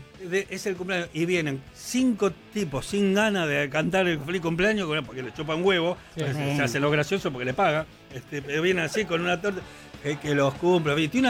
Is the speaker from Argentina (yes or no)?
yes; Argentina